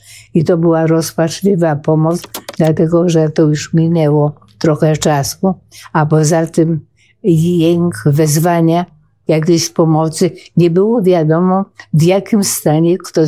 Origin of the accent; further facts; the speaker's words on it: Masovian Voivodeship, Poland; bo ja w ogóle mieszkałam, wychowywałam się w Cytadeli od urodzenia, z uwagi na to, że ojciec wojskowy.